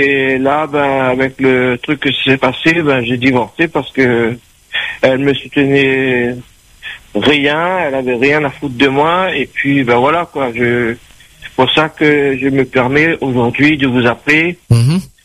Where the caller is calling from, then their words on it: Saint-Louis, Réunion; Mmh. J'habite à la rivière Saint-Louis.